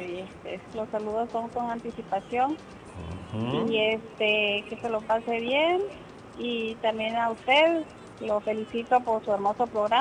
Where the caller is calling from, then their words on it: Mexico; De aquí del barrio de Tepeyac.